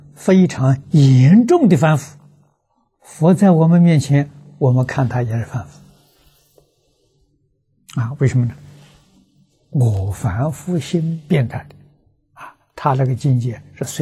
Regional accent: China; 我们中国人叫氛围啊，

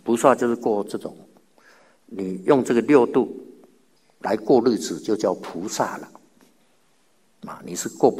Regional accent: China; now in Australia; 明天中秋节啊，那么大家呢也从中国啊来到澳洲啊，那我们都是外国人啊，来到这里啊，这个抬头望明月啊，低头思故乡啊。

